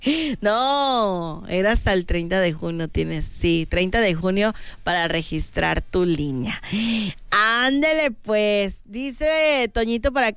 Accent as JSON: {"language": "Spanish", "country": "Mexico", "said": "estamos esperando, como buenos mexicanos, siempre a la última hora."}